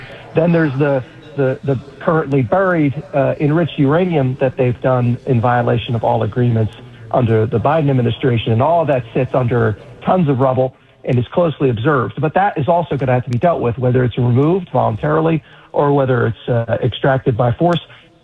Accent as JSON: {"language": "English", "town": "Paterson", "region": "New Jersey", "country": "United States", "tie": "born there", "said": "born in Paterson, New Jersey."}